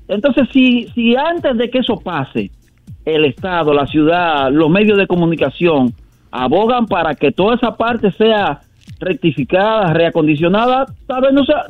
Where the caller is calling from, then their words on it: Santo Domingo, Distrito Nacional, Dominican Republic; Yo vivo en Arroyo Hondo